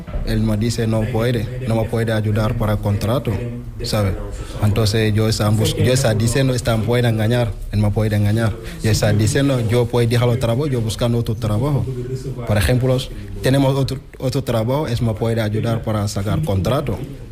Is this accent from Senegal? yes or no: yes; Senegal; Spanish is a second language